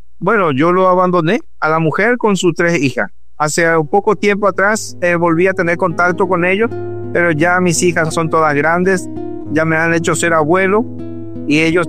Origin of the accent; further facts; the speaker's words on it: Paraguay; soy de Paraguay, soy casado con … tengo una hija de 15 años y somos tres aquí en la casa.